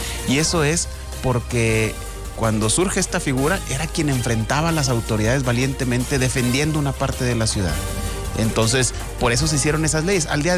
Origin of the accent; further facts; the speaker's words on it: Saltillo, Coahuila, Mexico; born there; yo nací en Lomas de Lourdes, justamente en este distrito, en el 16